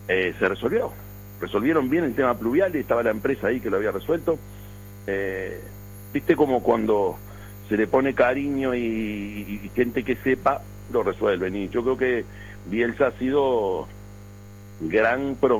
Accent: Uruguay; A nosotros nos llevó muchos años como uruguayos tomarle el gusto

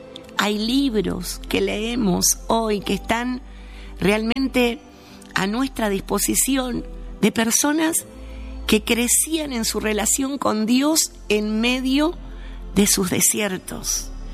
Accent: Villa Ángela, Chaco, Argentina; moved away; soy de la ciudad de Villa Ángela, en el Chaco, oriunda de Villa Ángela, así se dice, ¿no? Oriunda, vengo de ahí, del medio del Chaco. Bueno, en mi época que estuve ahí, cuando era chiquita

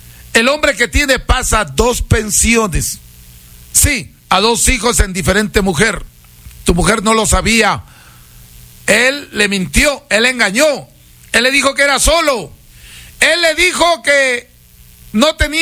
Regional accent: Peru; soy maestro curador peruano, soy chamán de los de verdad.

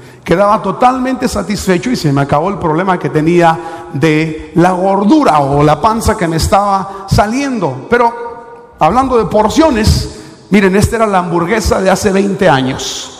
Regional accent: Sonora, Mexico; moved away as an adult; now in United States; yo soy de Sonora y los burritos de Sonora pues son chiquitos

